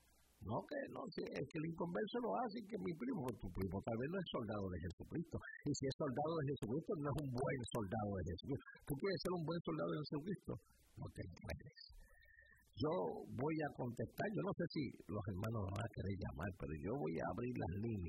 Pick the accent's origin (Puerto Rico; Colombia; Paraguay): Puerto Rico; Caguas; now in Bronx, United States; Yo voy para Cagua, yo soy de Cagua. … from the Bronx, but … from Cagua.